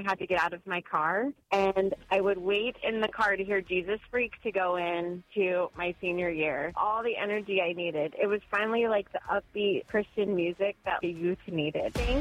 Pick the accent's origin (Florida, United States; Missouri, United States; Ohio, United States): Florida, United States; Tampa; Born and raised in Tampa, I remember being 6 years old